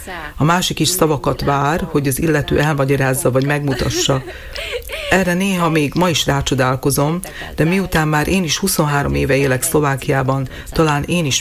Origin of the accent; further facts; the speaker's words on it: northern Japan, Japan; Hungarian is a second language; moved away as an adult; now in Slovakia; Én egy kisvárosból származom, Japán északi részéről, ami tulajdonképpen egy falu, még ha városnak is mondják.